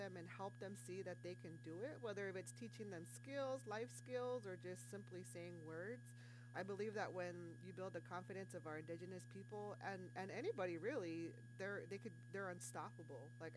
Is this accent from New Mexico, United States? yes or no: yes; Laguna Pueblo, New Mexico, United States; I'm from Laguna Pueblo, which is located right outside of Albuquerque, New Mexico. And so that's where I'm from. My village is called Powati, and so our traditional name for it is called Guishi